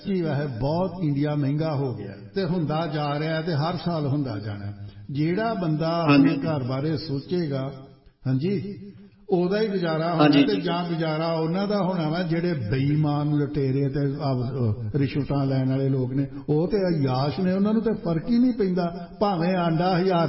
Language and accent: Punjabi; Batala, Punjab, India; ਫੇਰ ਤੇ ਤੁਸੀਂ ਸਾਡੇ ਇਲਾਕੇ ਦੇ ਹੀ ਹੋਗੇ ਬਟਾਲਾ ਗੁਰਦਾਸਪੁਰ